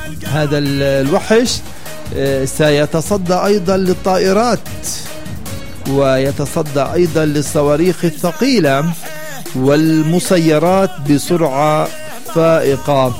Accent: Palestine; لكن هذا هو واقعنا كفلسطينيين.

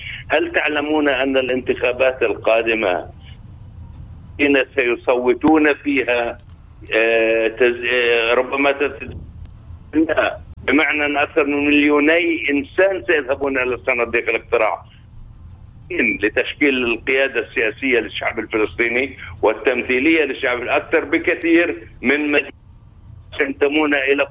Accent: Palestine; ونحن قبل العالم كفلسطينيين نحتاج إلى ذلك

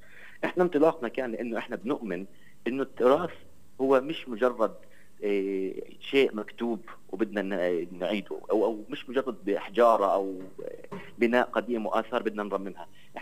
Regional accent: Nablus, West Bank, Palestine; إنه إحنا أبناء البلد قادرين على إعادة إحياء البلدة القديمة في نابلس بأيدينا دون المساعدة من أي أحد.

